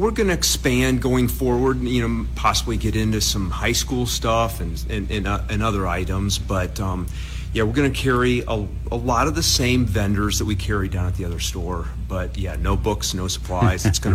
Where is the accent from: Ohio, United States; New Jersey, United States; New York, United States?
Ohio, United States; We're all either from Bowling Green or Wauseon close by.